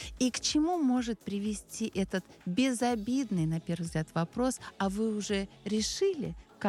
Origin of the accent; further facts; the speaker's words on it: Moscow, Russia; born there; я родилась в Москве.